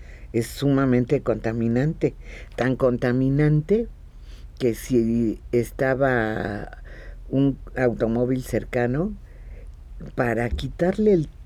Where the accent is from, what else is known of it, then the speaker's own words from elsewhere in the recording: Mexico; representan para nosotros como mexicanos.